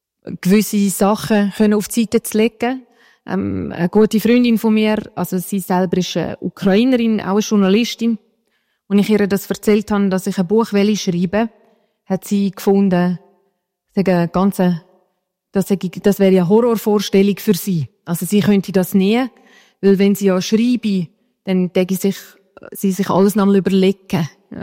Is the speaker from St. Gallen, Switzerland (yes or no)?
yes; Sargans, St. Gallen, Switzerland; moved away as an adult; ich bin in Sargasso aufgewachsen, ich habe Heimatort Mels, oder?